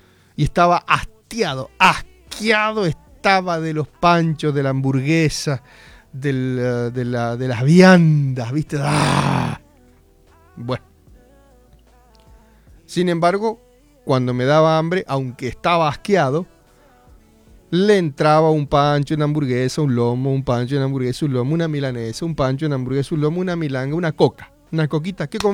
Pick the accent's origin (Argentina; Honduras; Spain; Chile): Argentina; porque soy argentino